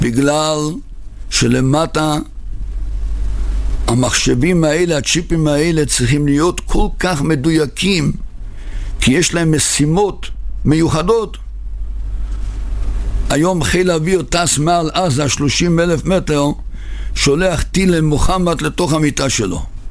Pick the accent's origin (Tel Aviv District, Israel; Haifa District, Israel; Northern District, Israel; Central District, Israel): Northern District, Israel; Migdal HaEmek